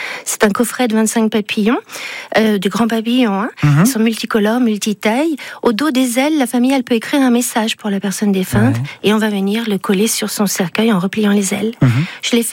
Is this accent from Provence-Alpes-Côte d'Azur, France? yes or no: no; Auvergne-Rhône-Alpes, France; born there; also born or lived in Philippines; Je suis née en Haute-Savoie.